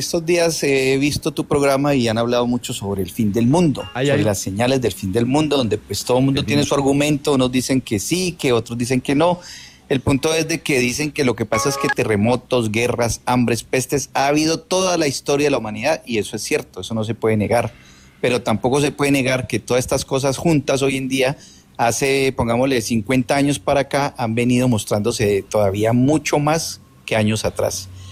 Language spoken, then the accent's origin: Spanish; Cali, Valle del Cauca, Colombia; Yo soy de Cali, uh-huh. Te hablo desde Cali.